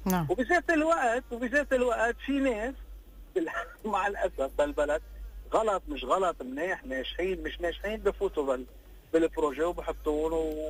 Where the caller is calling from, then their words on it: Beirut, Beirut Governorate, Lebanon; من بيروت.